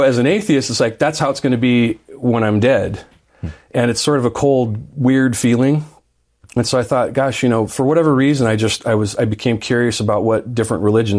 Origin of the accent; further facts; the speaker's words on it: California, United States; moved away as an adult; also born or lived in San Diego; I grew up in the San Bernardino Mountains in Southern California, and I had moved to San Diego, and I was working as a bar manager there.